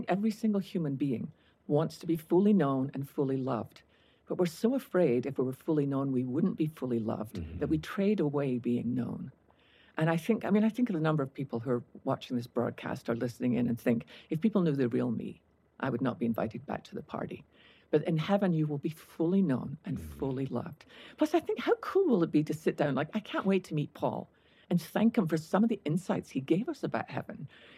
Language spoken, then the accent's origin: English; Scotland, United Kingdom; born or raised there